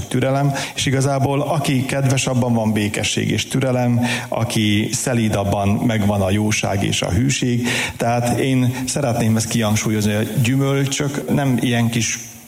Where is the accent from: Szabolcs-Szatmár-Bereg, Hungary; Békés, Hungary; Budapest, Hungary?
Szabolcs-Szatmár-Bereg, Hungary; Mándok; moved away; a saját szülőfalumba, a Mándokon